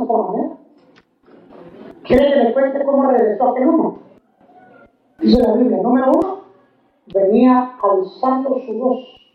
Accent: Guatemala; Fíjense que en mi país, Guatemala, usted quiere comer algo, solo tiene que hacer esto

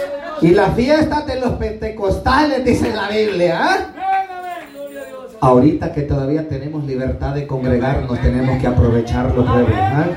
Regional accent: El Salvador; Soy originario de El Salvador, hermano.

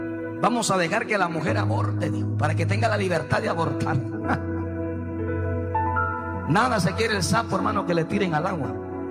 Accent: Guatemala; Y amo a Guatemala, hermano. Porque soy guatemalteco.

